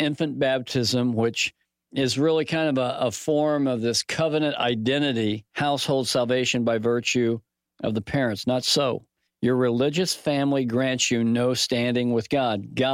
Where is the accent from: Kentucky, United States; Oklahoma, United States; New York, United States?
Oklahoma, United States; also born or lived in Colorado; I grew up in Oklahoma, spent some time in Colorado where, well, down in Oklahoma, it's almost a Bible Belt.